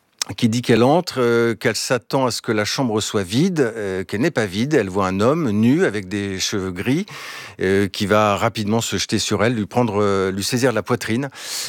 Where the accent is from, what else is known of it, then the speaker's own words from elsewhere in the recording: France; accent: French; Et je me souviens notamment du correspondant de ABC, je crois, qui vient me voir, qui il reconnaît mon accent français.